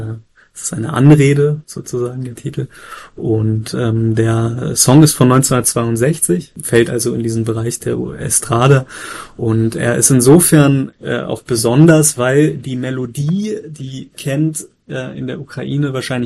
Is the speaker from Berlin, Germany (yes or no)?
yes; Berlin, Germany; born there; ich bin ja gebürtiger Berliner, habe die Zeit zwar selbst nicht miterlebt